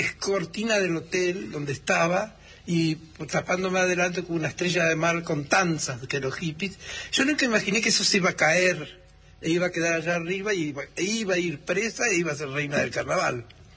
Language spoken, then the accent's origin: Spanish; Ingeniero Jacobacci, Río Negro, Argentina; also born or lived in Las Grutas; yo nací en San Antonio, en Las Grutas, pero mi padre se mudó a Jacobacci, mi familia. Y allí nevaba